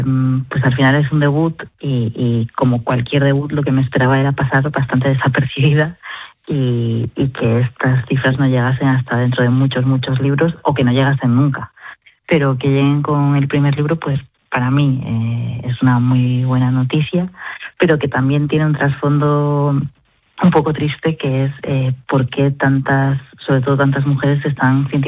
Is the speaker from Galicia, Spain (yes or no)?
yes; Galicia, Spain; now in Oviedo, Spain; Sí, bueno, llevo 5 años en Oviedo, o sea que soy gallega de nacimiento, pero también de identidad.